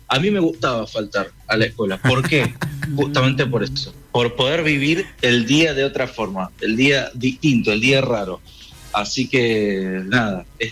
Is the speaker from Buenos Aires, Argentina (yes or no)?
yes; Buenos Aires, Argentina; moved away; acuérdense que yo soy de Buenos Aires